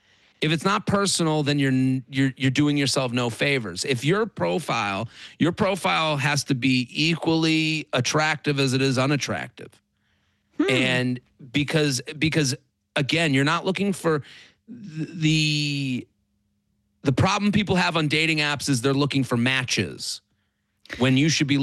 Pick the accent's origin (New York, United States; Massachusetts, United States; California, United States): Massachusetts, United States; Needham; I'm from Needham. So oh. it's like cool to hear like all the, you know, 617 numbers and BU and all that stuff.